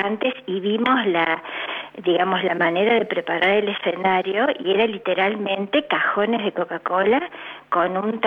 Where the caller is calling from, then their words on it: Villa María, Córdoba, Argentina; ciudades más pequeñas como nosotros, que viniera … a Villa María